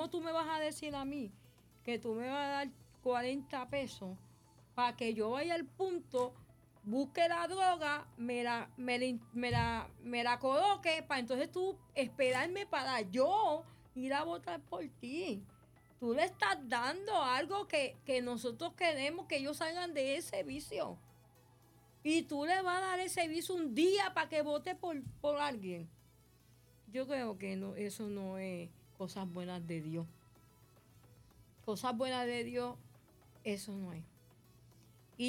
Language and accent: Spanish; Cataño, Puerto Rico